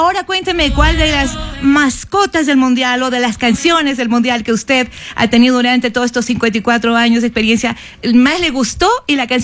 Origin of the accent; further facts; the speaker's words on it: Ecuador; somos ecuatorianos